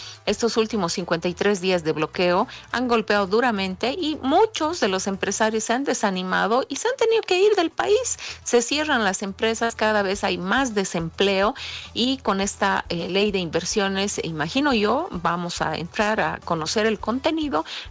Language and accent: Spanish; Bolivia; todos somos bolivianos